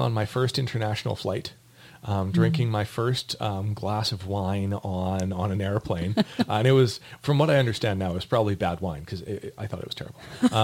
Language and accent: English; Logan Lake, British Columbia, Canada; moved away as an adult; also born or lived in Kamloops / Busan, South Korea; now in Kelowna, Canada; So I'm from Kamloops. I did most of my growing up in a small town called Logan Lake